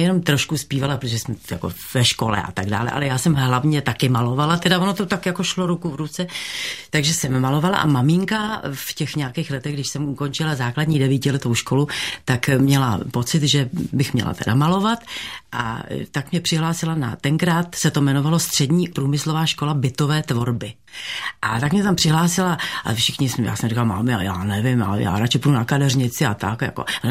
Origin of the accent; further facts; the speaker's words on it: Prague, Czechia; Narodila jsem se v Praze, jsem čistokrevná Praška. Narodila jsem se na Národní třídě 7, číslo 7, kde je tak kavárna.